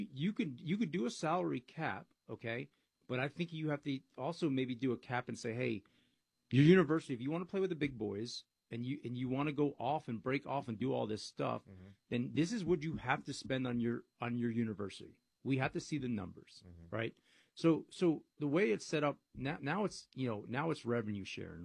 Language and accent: English; East Coast, United States; now in Texas, United States; I'm a huge Yankee fan. I'm from the East Coast.